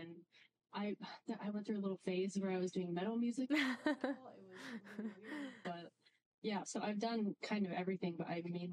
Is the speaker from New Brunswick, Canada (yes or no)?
no; Prince George, British Columbia, Canada; I have lived here my whole life. I moved away for 1 year in grade 7 for some reason, but I've lived here my whole life.